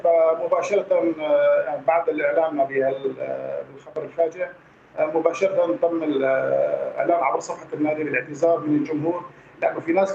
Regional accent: Salamiyah, Hama Governorate, Syria; نحن من طبعا باسم اهالي سلميه عموما، نحن من لما بنعزي حالنا ايضا كمان نحن كسوريين

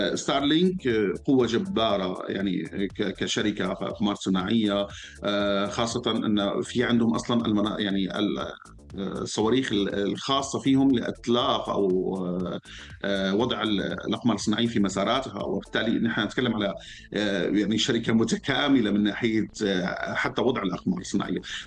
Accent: Syria; ممكن في سوريا أو أنا كمواطن سوري فيني أعتبر

